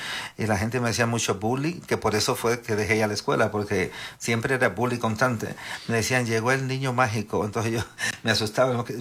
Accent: Netherlands; moved away; also born or lived in Dominican Republic; yo solamente nací allá, crecí en Holanda porque me llevaron muy chico a Europa. Y allá hice mi high school, el Mabo, que le dicen en holandés.

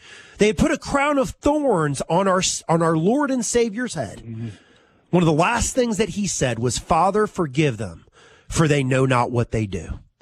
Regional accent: Winston-Salem, North Carolina, United States; I grew up in Winston-Salem here and all of that, had a good family and this, that, and the other.

